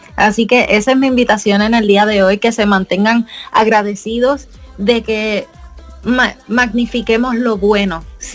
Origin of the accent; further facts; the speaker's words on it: Puerto Rico; nosotros somos puertorriqueños y la iglesia de mi padre está ubicada en el pueblo de Gurabo.